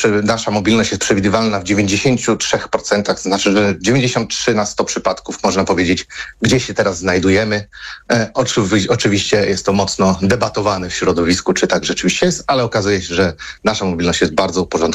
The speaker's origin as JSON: {"language": "Polish", "region": "Lower Silesian Voivodeship", "country": "Poland", "tie": "born or raised there", "said": "Ja tu przytaczam często przykład trochę z moich rodzinnych stron. Drogi do Karpacza w Sudetach"}